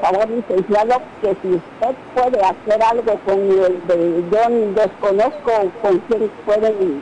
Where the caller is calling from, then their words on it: Jiquipilas, Chiapas, Mexico; Mire, es cierto, soy de Jiquipila.